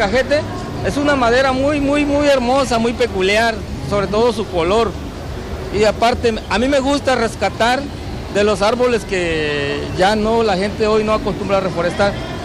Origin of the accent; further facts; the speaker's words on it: Tabasco, Mexico; Yo vengo del municipio de Centla, soy del poblado Gobernador Cruz, cerca de Playa Pico de Oro.